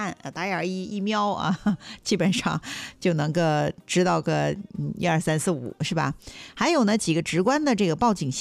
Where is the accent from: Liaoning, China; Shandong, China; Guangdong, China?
Liaoning, China; Dalian; 就我们大连人说话叫巴巴赖赖的